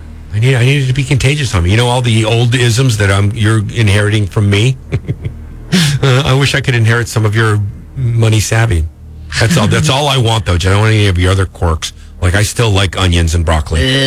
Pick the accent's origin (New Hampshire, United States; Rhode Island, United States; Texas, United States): Rhode Island, United States; Newport; The first generation American from Portuguese immigrants from the Azores, and they had lived a pretty frugal, you know, childhood. And I grew up in Newport, Rhode Island.